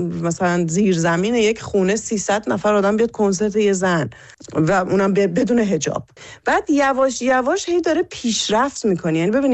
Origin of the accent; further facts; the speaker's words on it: Iran; moved away; داره دو سال میشه که از شهریور دیگه میشه دو سال که من از ایران اومدم بیرون و از اون فضا دور شدم.